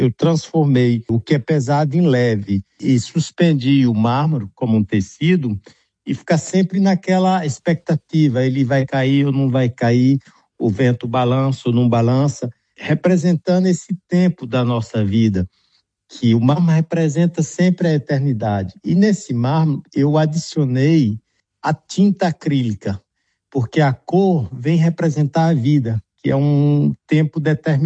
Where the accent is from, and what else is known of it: Brazil; now in France